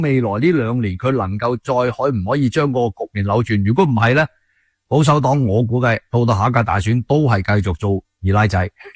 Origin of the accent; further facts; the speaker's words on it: Canada; 我哋加拿大人